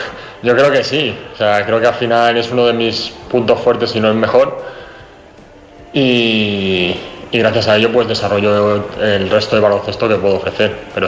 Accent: San Sebastián de los Reyes, Community of Madrid, Spain; moved away as an adult; now in Huesca, Spain; yo vengo de Madrid, pero yo soy de San Sebastián de los Reyes, entonces tampoco estoy metido como donde está toda la gente, ¿sabes? Donde está todo el ruido y la gran ciudad que todo el mundo se imagina cuando hablas de Madrid.

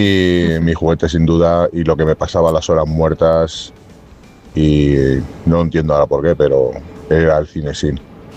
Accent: Madrid, Community of Madrid, Spain

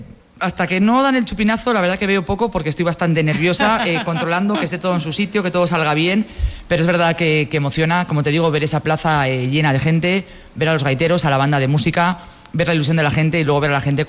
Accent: Oviedo, Asturias, Spain; soy asturiano, soy de Oviedo.

